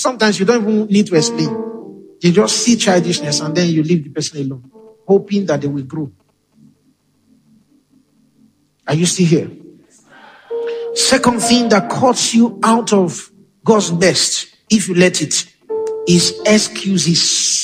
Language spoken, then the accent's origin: English; Igarra, Edo, Nigeria; I grew up in Igara. Some of you don't even know where Igara is.